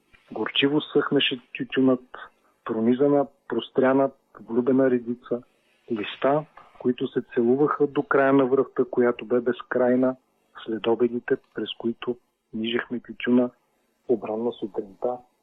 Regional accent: Plovdiv, Plovdiv Province, Bulgaria; Понеже съм от Пловдив

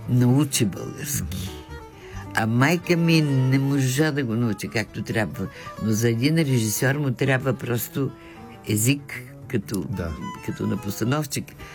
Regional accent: Sofia, Sofia City, Bulgaria; also born or lived in Prague; Аз вече се осъзнах в България. И тук съм израснала, тук съм учила.

